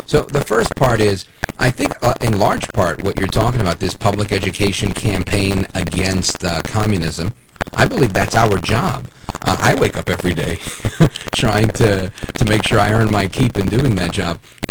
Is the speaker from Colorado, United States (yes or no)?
no; Brooklyn, New York, United States; Number one, I grew up in Brooklyn, New York, with a lot of Jewish people, but there were also a lot of Muslims, a lot of Haitians, a lot of people of many different faiths and many backgrounds.